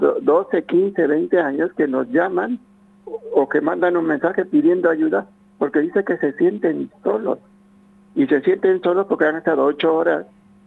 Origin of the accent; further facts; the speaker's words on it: Mexico; Hay sociedades, yo vengo de México, y hay sociedades, hay comunidades en donde el anciano ocupa un lugar central.